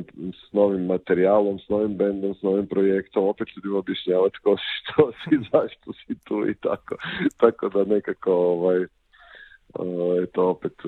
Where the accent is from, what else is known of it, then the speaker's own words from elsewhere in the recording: Zagreb, City of Zagreb, Croatia; dolazimo iz Zagreba